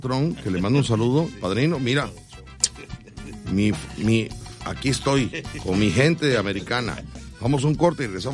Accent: Mexico; Como mexicanos tenemos que ayudarlos

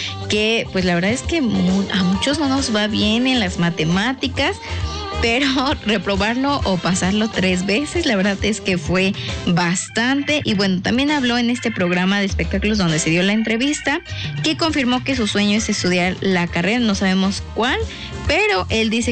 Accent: Mexico; siendo mexicanos

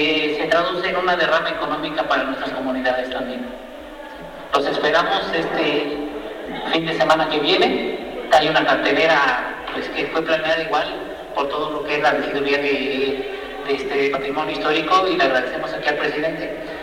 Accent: Mexico; nuestra cultura como mexicanos

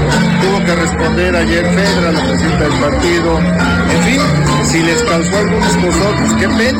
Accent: Puebla, Mexico; Eso es lo que a mí me mueve, es lo que me ha movido siempre como ciudadano, como poblano.

